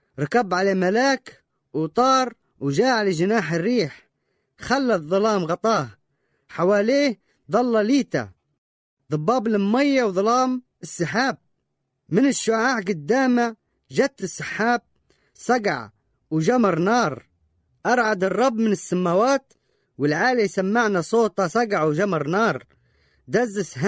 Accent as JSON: {"language": "Arabic", "country": "Libya", "said": "بلادي ليبيا"}